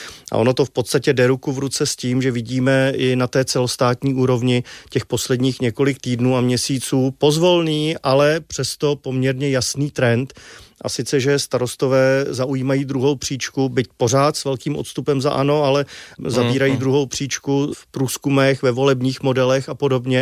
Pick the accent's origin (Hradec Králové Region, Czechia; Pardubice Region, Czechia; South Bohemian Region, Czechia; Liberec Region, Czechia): Hradec Králové Region, Czechia; Trutnov; Já jsem z Trutnova, takže můžu říct konkrétní příklad